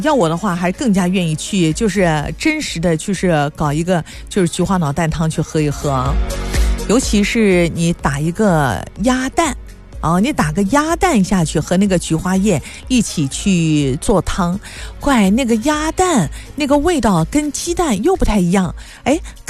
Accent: China; 我们这个亚洲人一点不友好，特别是对中国人，我们从小就是吃着热乎东西长大的

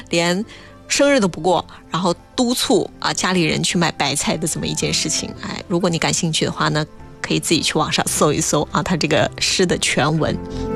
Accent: Jiangsu, China

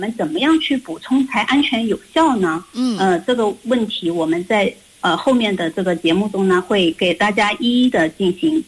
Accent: China; 我们中国人呢对白皮肤呢是喜欢了几千年

